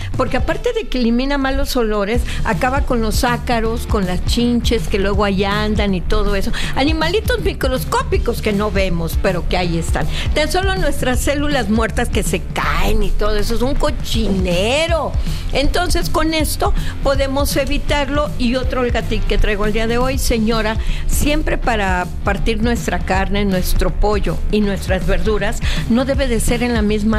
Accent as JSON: {"language": "Spanish", "region": "Veracruz", "country": "Mexico", "lives_now": "Mexico City, Mexico", "said": "Ah, pues yo soy jarocha, soy de Veracruz."}